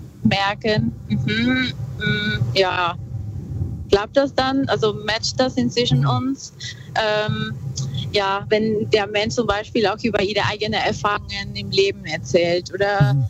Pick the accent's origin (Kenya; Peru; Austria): Peru; north; komme ursprünglich aus Peru. Ich bin im Norden von Peru aufgewachsen und da gab es sehr viel Natur